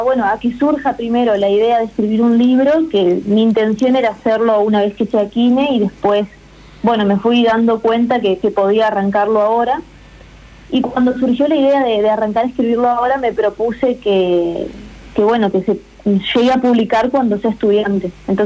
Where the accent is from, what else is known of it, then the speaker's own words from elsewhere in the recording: María Grande, Entre Ríos, Argentina; moved away as an adult; now in Villaguay, Argentina; Sí, yo soy de María Grande y estoy acá en Villaguay estudiando la licenciatura de kinesiología.